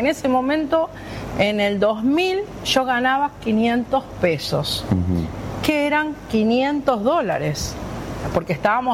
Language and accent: Spanish; Rosario, Santa Fe, Argentina; moved away as an adult; now in United States